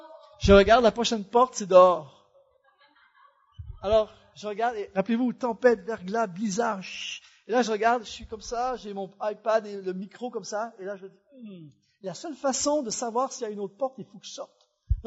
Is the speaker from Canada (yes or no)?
yes; Canada; j'ai vécu une expérience de fou chez nous au Canada il y a quelques mois de ça